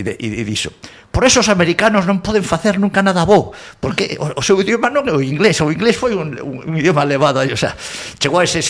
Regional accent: Vigo, Galicia, Spain; also born or lived in Madrid; eu son fillo de Navarro, máis de galega, polo tanto, na miña casa se falaba básicamente en castelán, nos xesuítas de Vigo, onde estuve 11 años, se falaba absolutamente en castelán

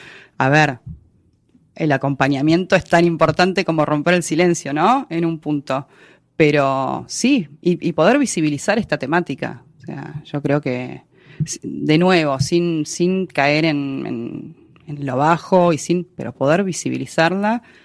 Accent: Argentina; Las cosas en mi país lamentablemente cambiaron para mal. Para mal y en todos los departamentos, digamos. O sea, a nivel cultural, científico, económico, y si bien Argentina siempre tuvo altos y bajos económicamente

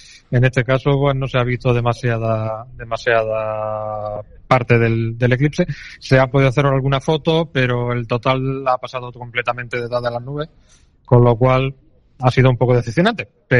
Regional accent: Jaén, Andalusia, Spain; now in Tarragona, Spain; yo que aunque yo sea viva en Tarragona, yo soy de Jaén

